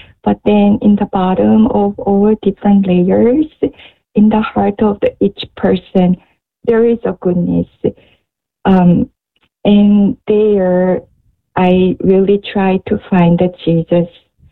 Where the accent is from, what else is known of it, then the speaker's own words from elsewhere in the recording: Daegu, South Korea; the children's gathering in the Focolare movement that was happening in my hometown, Daegu.